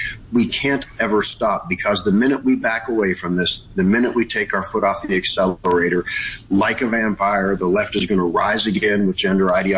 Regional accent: Alabama, United States; now in Washington, United States; But my home state is Alabama, and we were one of the first.

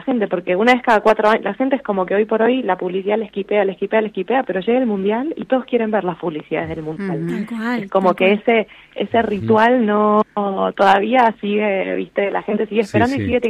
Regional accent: Argentina; creo que algo que nos distingue y que nos da como esa sensación de que se puede, somos Argentina

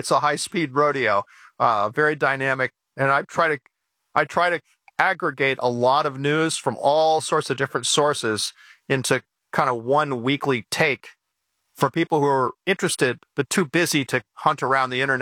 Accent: Callicoon, New York, United States; It was really good for my hometown because people moved out of New York City 2.5 hours to Calicoon, New York, where I grew up, and found homes in the farmlands

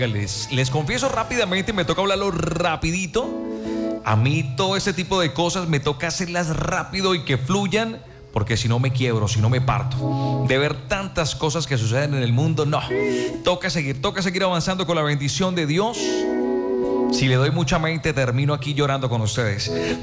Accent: Venezuela; Soy muy sentimental y es que me duele ver a mi pueblo venezolano así.

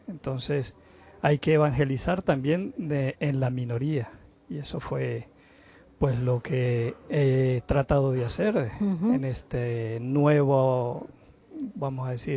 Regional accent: Venezuela; moved away; Porque uno viene de una realidad que yo llegué o salí de Venezuela en el año 2018, cuando se perseguía a todos los jóvenes

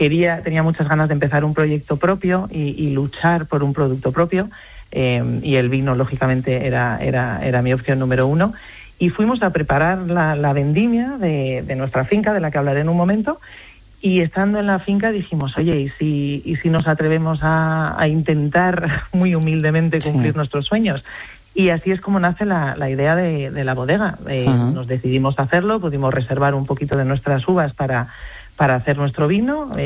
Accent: La Rioja, Spain; born there; Yo, por otro lado, bueno, pues soy riojana de nacimiento, aunque bueno, yo creo que mi familia es muy del norte

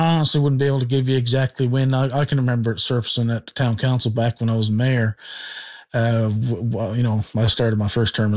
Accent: Cartwright, Newfoundland and Labrador, Canada; I'm an HJ alumni right from K-12, born and bred in Cartwright.

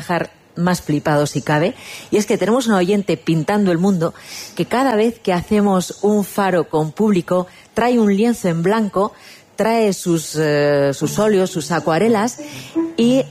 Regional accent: Madrid, Community of Madrid, Spain; born there; Casi nadie, incluso los que somos nacidos en Madrid

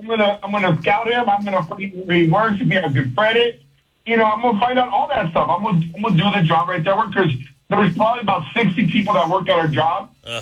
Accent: California, United States; Back in California when I came, that's where I came from. I came from California years ago

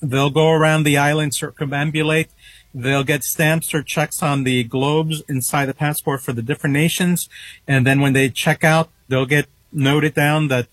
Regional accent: New York, United States; moved away; also born or lived in Tuxedo, New York

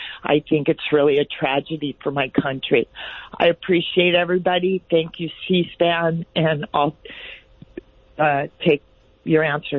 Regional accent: Downey, California, United States; like for me, for instance, I was born in Downey, California. I've been here all my life.

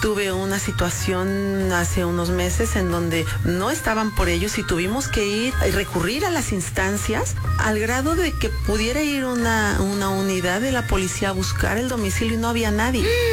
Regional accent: Jalisco, Mexico; Entonces, por eso digo que soy orgullosamente de Jalisco y por supuesto que yo me quiero quedar en Jalisco

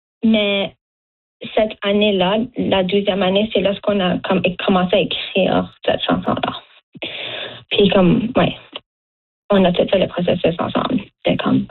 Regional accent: Dartmouth, Nova Scotia, Canada; même si je viens pas de Chétiquan, je viens de Chétiquan, mais je viens de Dartmouth

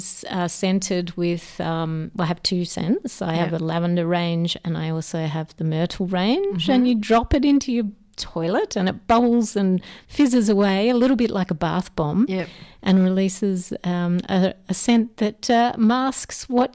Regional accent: Melbourne, Victoria, Australia; So Ed Cooper, I'm originally from Melbourne.

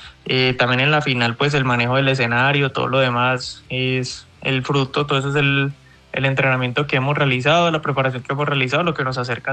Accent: Cali, Valle del Cauca, Colombia; es el cariño que uno le tiene a la ciudad y lo que representa pues para nosotros como caleños.

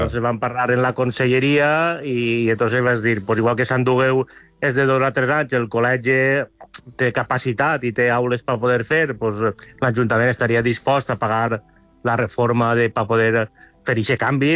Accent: Palomar, Valencian Community, Spain; com som valencians

